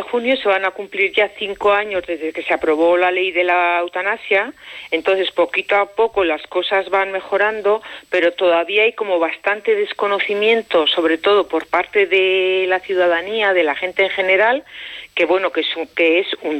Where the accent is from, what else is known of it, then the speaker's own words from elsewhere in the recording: Navarre, Spain; estado esta mañana mirando un poco la población de La Rioja y la población de Navarra, puesto que yo soy de Navarra.